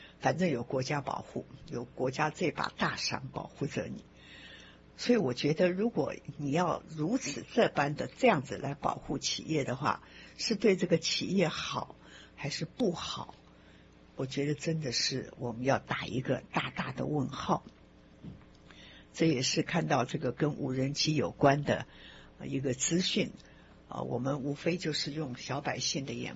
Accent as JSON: {"language": "Chinese", "country": "Taiwan", "said": "因为我来自台湾，我们知道台湾非常有名的裕隆汽车"}